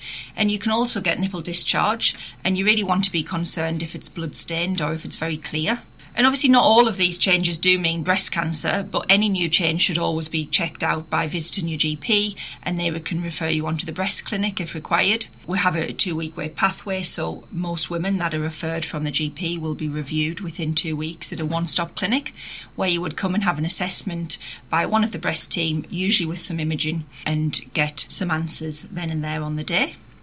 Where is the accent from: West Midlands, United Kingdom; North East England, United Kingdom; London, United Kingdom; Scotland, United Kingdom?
North East England, United Kingdom; Sunderland; I'm from Sunderland